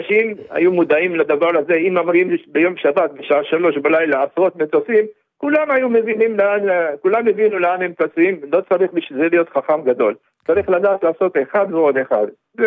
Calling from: Central District, Israel; אני מהמרכז.

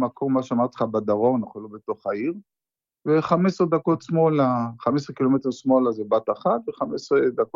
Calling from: Algarve, Portugal; אני אצלך פעם ראשונה, אני מפורטוגל.

